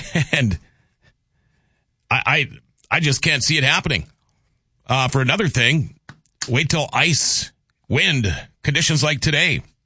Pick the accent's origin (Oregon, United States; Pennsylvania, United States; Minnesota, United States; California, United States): Minnesota, United States; you know, I'm a Minnesotan. You guys, I think, all know that.